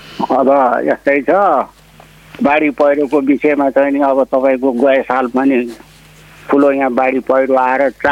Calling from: Godawari, Bagmati, Nepal; म ललितपुर गोदावरी नगरपालिका वडा नम्बर 5 लेले महत गाउँबाट

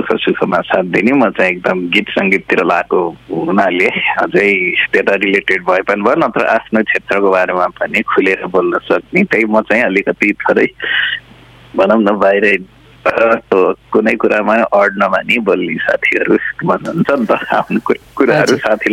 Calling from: Pokhara, Gandaki Province, Nepal

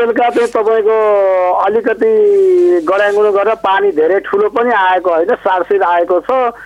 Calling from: Nuwakot, Bagmati, Nepal

